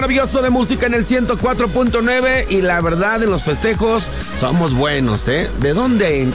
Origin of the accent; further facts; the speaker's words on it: Mexico; Así somos los mexicanos, ¿eh?